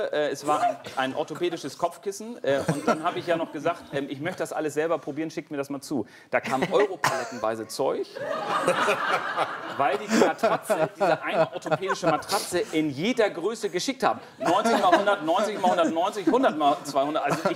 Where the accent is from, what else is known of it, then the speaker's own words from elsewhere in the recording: North Rhine-Westphalia, Germany; Und ich habe einen Großteil meiner Kindheit auf dem Bauernhof in Westfalen verbracht, wo meine Mutter herkommt.